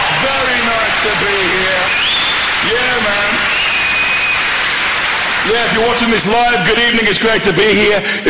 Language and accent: English; Dudley, West Midlands, United Kingdom; I grew up in Dudley, in the West Midlands.